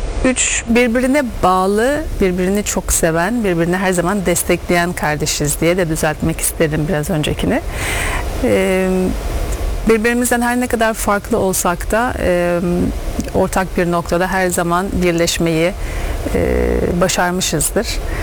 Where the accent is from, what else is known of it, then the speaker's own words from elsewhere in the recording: Istanbul, Turkey; born there; İstanbul doğumluyum.